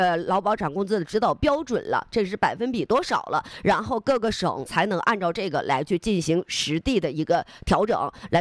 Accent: Northeast China, China; 像咱们东北话讲破闷儿

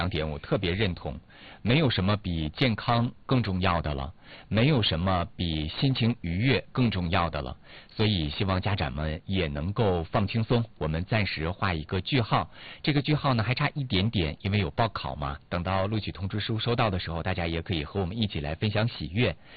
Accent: Northeast China, China; 特别是在外地能听到乡音，立马这乡情就出来了，老乡见老乡两眼泪汪汪，特别是咱们东北人哈。

